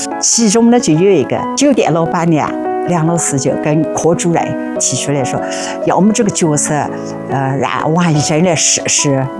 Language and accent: Chinese; Yunnan, China; born there